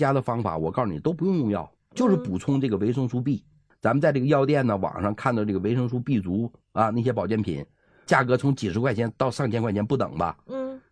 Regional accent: China; 就是我为啥说小米是最好的养我们中国人脾胃的佳品呢？

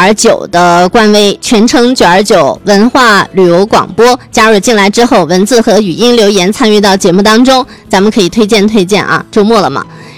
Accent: Xinjiang, China; 就是我也是新疆长大的娃娃啊

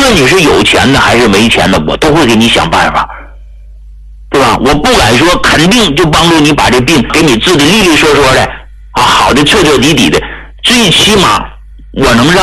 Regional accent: Hegang, Heilongjiang, China; 我跟大伙说过啊，我来自黑龙江省鹤岗市啊，一个农村啊，我们家是菜农，我从来没有忘记过我是一个农民的儿子，我是从农村走出来的

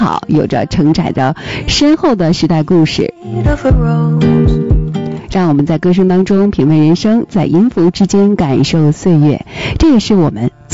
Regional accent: Liaoning, China; 回到我们最为熟悉、最为亲切的地方，那就是我们的家乡鲅鱼圈

